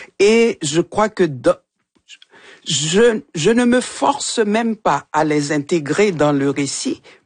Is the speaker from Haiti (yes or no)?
yes; Haiti; moved away; Bon, bien entendu, il y a toujours une espèce de bémol. Ça fait longtemps que j'ai quitté Haïti.